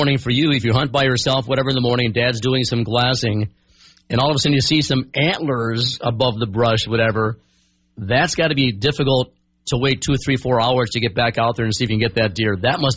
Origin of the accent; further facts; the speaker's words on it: Minnesota, United States; Of course, we're from Minnesota here.